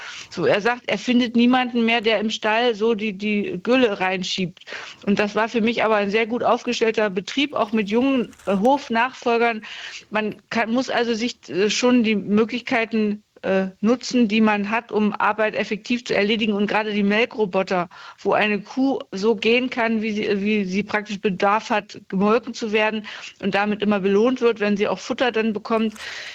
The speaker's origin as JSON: {"language": "German", "region": "Saxony-Anhalt", "country": "Germany", "said": "ich komme aus Ostdeutschland, aus Sachsen-Anhalt"}